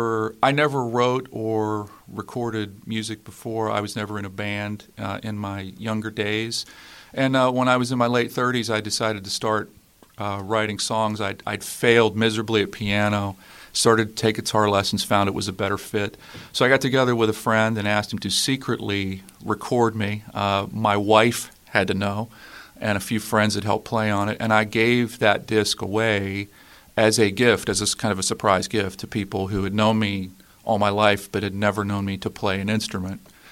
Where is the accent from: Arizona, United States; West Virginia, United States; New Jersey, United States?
West Virginia, United States; Weirton; now in Pittsburgh, United States; I'm from Weirton originally, and but I've been living in Pittsburgh for the last, I don't know, 26, 27 years.